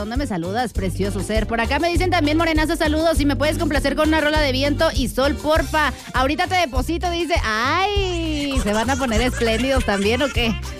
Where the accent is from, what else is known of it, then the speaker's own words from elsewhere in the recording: San Juan del Río, Querétaro, Mexico; now in Querétaro, Mexico; Pues sí, plebe, yo vivo aquí en Querétaro. Aquí ando, soy de San Juan. Ya les había dicho. No niego la cruz de mi parroquia, no la niego. Me encanta mi pueblito